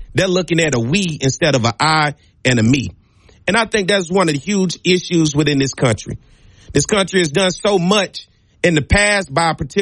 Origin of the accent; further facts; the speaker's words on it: Arkansas, United States; also born or lived in Chicago, United States; I can't expect everybody to understand my background or where I'm from, even that's black in Baton Rouge, because I grew up in Arkansas and in Chicago.